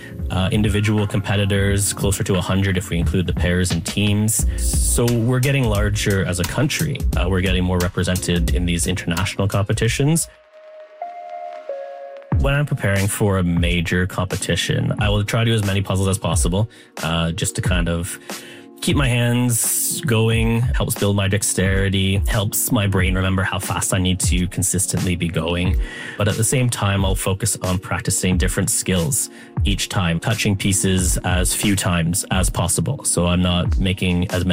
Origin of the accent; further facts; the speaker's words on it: Canada; I am a Canadian speed puzzler, currently ranked 10th in the country.